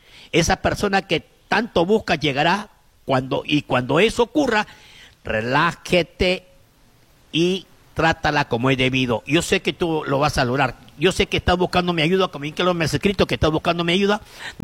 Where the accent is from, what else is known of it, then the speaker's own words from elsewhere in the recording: Huancabamba, Piura, Peru; born there; Y en el DNI está el distrito, la provincia y el departamento de donde uno ha nacido, Huancabambino, a mucha honra.